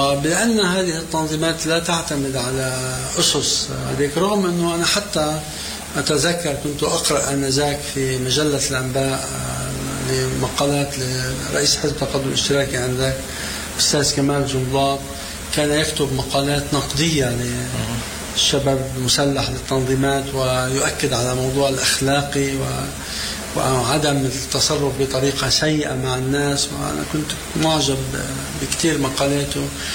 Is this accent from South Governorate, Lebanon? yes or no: yes; Deir Qanoun En Nahr, South Governorate, Lebanon; ونحن عشناه في بلدتنا في قرية دير قانون النهر،